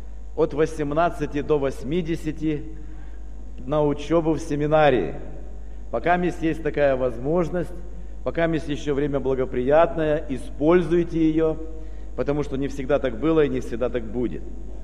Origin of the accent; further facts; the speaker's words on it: Kyiv, Ukraine; Я приехал к вам из Украины, из Киева.